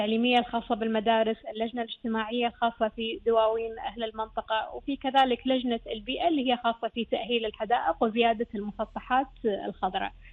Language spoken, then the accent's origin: Arabic; Kuwait; born there; احنا من انولدنا احنا نشوف ان احنا ديرتنا غير عن باجي الديار ولله الحمد.